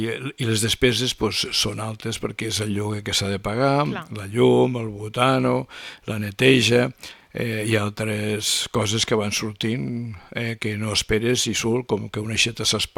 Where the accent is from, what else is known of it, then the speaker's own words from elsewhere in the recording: Puigverd, Catalonia, Spain; la millor és perquè és el meu poble i li veig tot de bondats, però també devem tindre alguna cosa que no és igual, no és així, però jo estic molt content i penso que hi ha molta gent que està content de viure a Puigverd